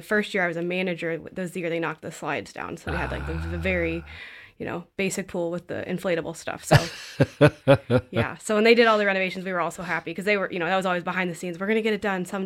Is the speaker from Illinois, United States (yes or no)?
yes; Moline, Illinois, United States; born there; I grew up in Moline. My family is a transplant, so we moved here in about 2000. And I grew up here, went to Moline High School, went off to Iowa State for college, came back